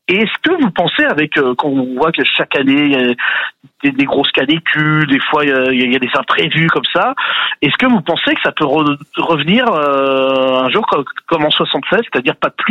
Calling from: Paris, Île-de-France, France; Alors, je suis à Paris

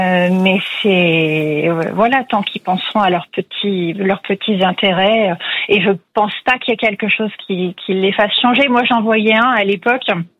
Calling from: Bourgogne-Franche-Comté, France; De près de Mâcon.

